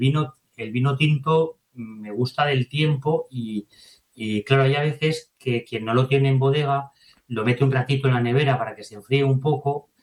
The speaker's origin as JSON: {"language": "Spanish", "town": "Madrid", "region": "Community of Madrid", "country": "Spain", "moved": "as an adult", "lives_now": "Málaga, Spain", "said": "yo soy madrileño, pero llevo 19 años viviendo en Málaga"}